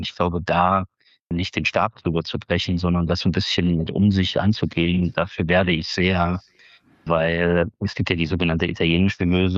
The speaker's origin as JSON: {"language": "German", "town": "Jena", "region": "Thuringia", "country": "Germany", "tie": "born or raised there"}